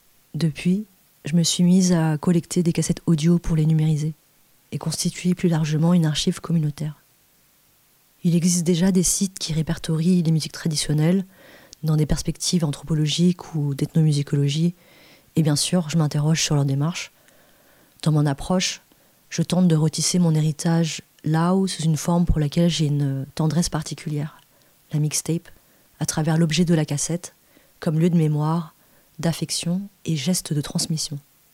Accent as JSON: {"language": "French", "town": "Marseille", "region": "Provence-Alpes-Côte d'Azur", "country": "France", "tie": "born there", "said": "Je suis née à Marseille le 10 août 1981."}